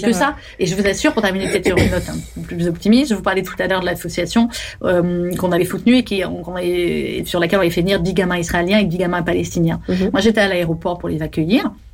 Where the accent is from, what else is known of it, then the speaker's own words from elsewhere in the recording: France; Nous, pour le Bataclan, j'ai envie de dire parce qu'on est français, évidemment qu'on a souffert